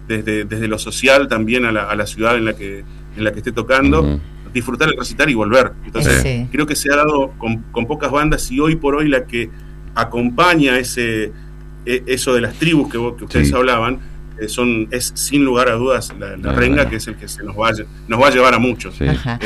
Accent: Ituzaingó, Argentina; also born or lived in Misiones; Yo soy de Ituzaingó, aunque soy misionero de corazón, siempre digo lo mismo. Viví más en Misiones que en mi pueblo, en Ituzaingó.

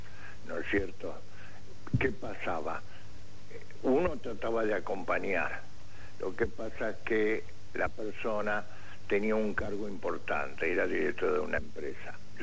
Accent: Villa Urquiza, Buenos Aires, Argentina; De acá, de Villurquiza.

